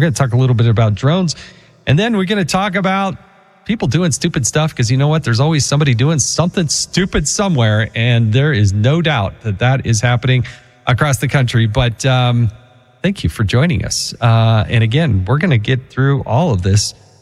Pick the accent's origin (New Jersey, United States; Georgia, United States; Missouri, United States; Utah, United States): Utah, United States; You know, a lot of places, my home state of Utah included, Utah does all vote by mail.